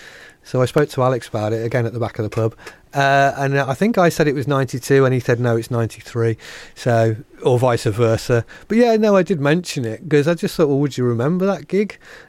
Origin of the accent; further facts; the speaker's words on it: Worcester, West Midlands, United Kingdom; Growing up in Worcester.